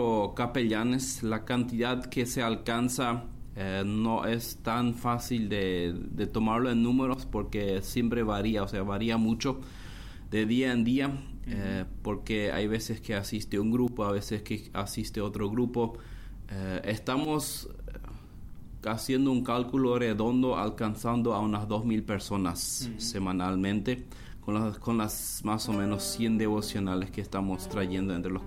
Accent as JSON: {"language": "Spanish", "town": "Loma Plata", "region": "Boquerón", "country": "Paraguay", "tie": "born or raised there", "said": "viniendo de un trasfondo menonita, crecí acá en la colonia hacia una aldea, aunque todo prácticamente es aldea por acá, aunque la ciudad de Loma Plata sería algo tal vez como más una idea más con más gente, pero sí, en este contexto, digamos, campestre, he crecido"}